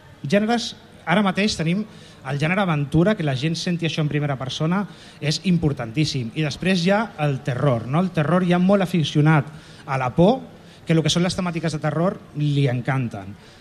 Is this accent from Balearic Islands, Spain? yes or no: no; Catalonia, Spain; Som de Palau de tota la vida